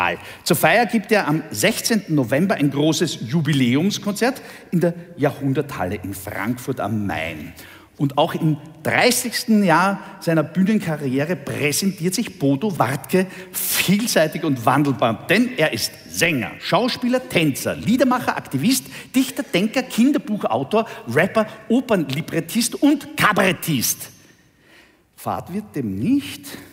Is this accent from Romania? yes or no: no; Vienna, Austria; Naja, schauen Sie, ich komme aus Wien.